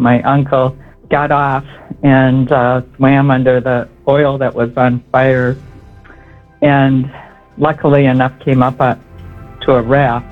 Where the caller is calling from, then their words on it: Hutchinson, Kansas, United States; Hutchinson. So I'm on my way to the memorial of parade and event at our Veterans Park.